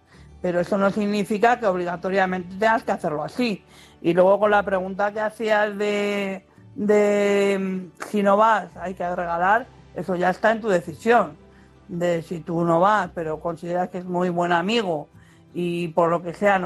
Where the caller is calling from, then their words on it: Madrid, Community of Madrid, Spain; de Madrid.